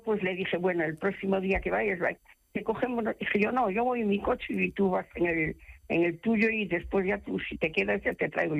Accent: Vigo, Galicia, Spain; Yo me crié aquí en Vigo.

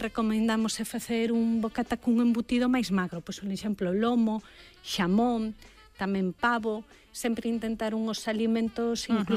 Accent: Moeche, Galicia, Spain

